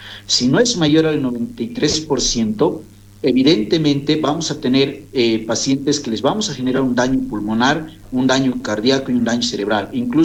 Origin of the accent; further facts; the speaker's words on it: Bolivia; podamos resolver esto como bolivianos y bolivianas.